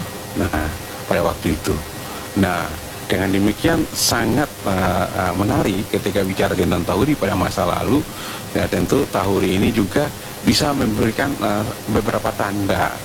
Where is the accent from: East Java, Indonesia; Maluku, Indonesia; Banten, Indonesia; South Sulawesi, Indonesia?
Maluku, Indonesia; Ya karena kita orang Maluku ini identik dengan musik